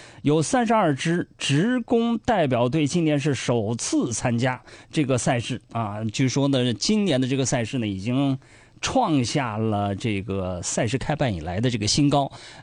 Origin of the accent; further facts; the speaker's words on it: Dalian, Liaoning, China; 咱们大连人